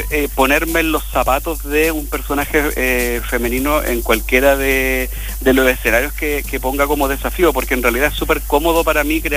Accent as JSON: {"language": "Spanish", "region": "Antofagasta", "country": "Chile", "tie": "born there", "also_born_or_lived": "Santiago", "said": "yo en realidad yo no me siento tan santiaguino, yo soy criado y malcriado en Antofagasta y soy antofagastino por adopción. Entonces, cuando me fui de la ciudad de Antofagasta y me radiqué acá en Santiago"}